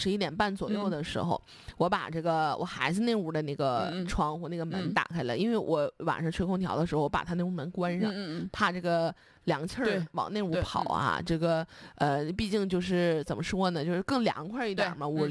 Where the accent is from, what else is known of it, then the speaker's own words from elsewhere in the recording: Northeast China, China; 咱们东北人啊，比较适合这种就是凉爽一点的感觉